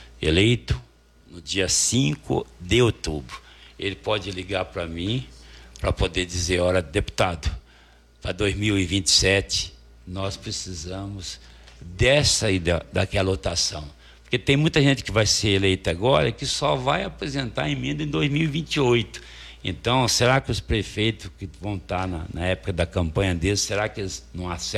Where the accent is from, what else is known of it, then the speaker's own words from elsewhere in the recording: Córrego Danta, Minas Gerais, Brazil; born there; now in Mato Grosso do Sul, Brazil; Sou mineiro.